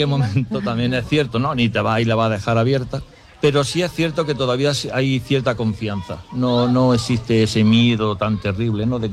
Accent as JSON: {"language": "Spanish", "country": "Spain"}